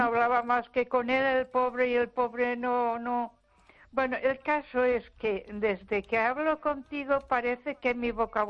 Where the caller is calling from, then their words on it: Ponferrada, Castile and León, Spain; de Ponferrada.